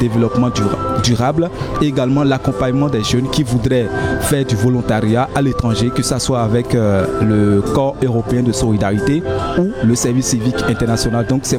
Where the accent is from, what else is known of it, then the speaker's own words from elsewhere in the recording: Benin; moved away as an adult; now in France; je viens du Bénin